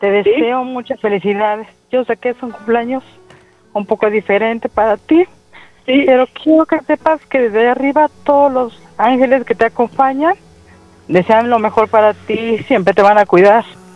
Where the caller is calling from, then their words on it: Ecatepec, State of Mexico, Mexico; Santo Tomás, Chiconautla.